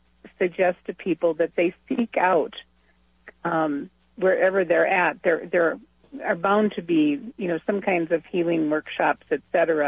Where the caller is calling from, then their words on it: North Dakota, United States; I'm a Benedictine sister from North Dakota, but I'm traveling on my way to see family